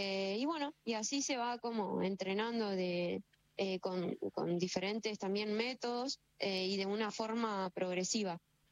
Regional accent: General Roca, Río Negro, Argentina; No, yo soy de Río Negro, es General Roca, entonces siempre me gustaron como los desafíos

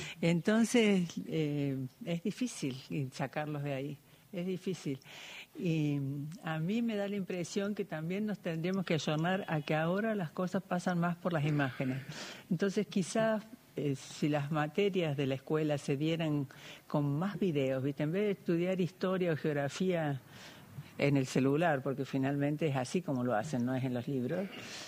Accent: Córdoba, Argentina; now in Lozano, Argentina; en mi pueblo, en Córdoba, era como vos decís.

